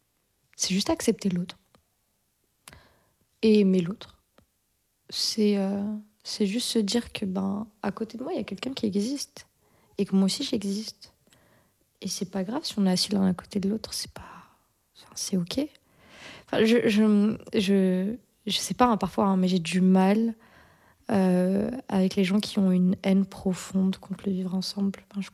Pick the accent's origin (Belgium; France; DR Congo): Belgium; Brussels, Brussels-Capital Region; c'est cette ville d'accueil, là où j'ai grandi, là où j'étais à l'école, là où j'ai mangé, là où j'ai ri, là où j'ai pleuré, là où j'ai aimé.